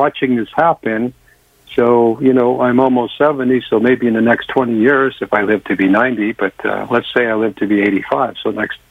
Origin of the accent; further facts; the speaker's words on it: Canada; I'm a Canadian guy